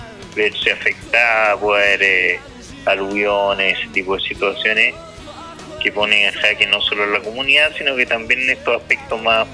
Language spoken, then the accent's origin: Spanish; Chile; nos une, sí, como chileno.